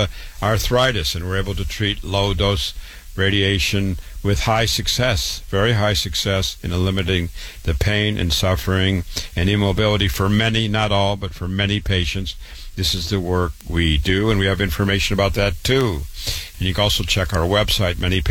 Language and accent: English; Waterloo, Iowa, United States; Born and raised in Waterloo, Iowa.